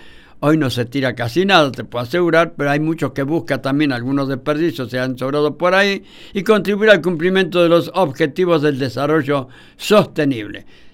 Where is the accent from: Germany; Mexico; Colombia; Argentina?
Argentina; Lanús, Buenos Aires Province; y vivíamos en Lanús. Así que fui criado en Lanús y la primaria le hice en Lanús